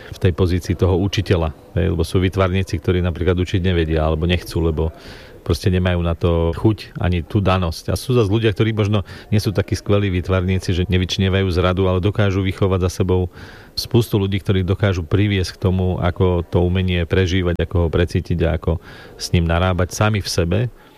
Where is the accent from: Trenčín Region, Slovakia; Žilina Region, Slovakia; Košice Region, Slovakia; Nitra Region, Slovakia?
Žilina Region, Slovakia; Černová; also born or lived in Ružomberok; narodil som sa v Ružomberku, býval som v Černove celé svoje detstvo vlastne na dedine